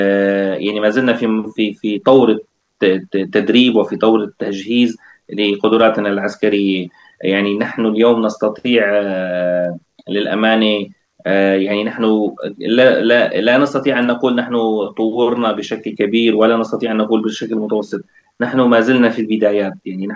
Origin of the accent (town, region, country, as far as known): Syria